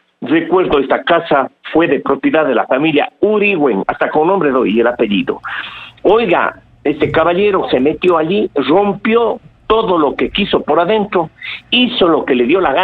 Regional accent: Cuenca, Azuay, Ecuador; born there; esa casa donde yo nací, que eran de mis abuelos, que queda a media cuadra del cenáculo en la calle Bolívar, entre Tarqui y Juan Montalvo

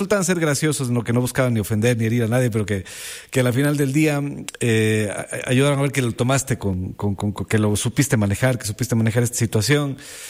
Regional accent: Ecuador; eso nos pasa a nosotros como ecuatorianos

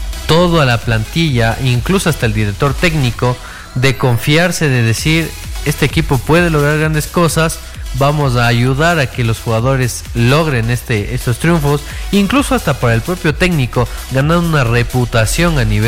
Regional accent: Ecuador; como ecuatorianos debemos tener un poco de fe

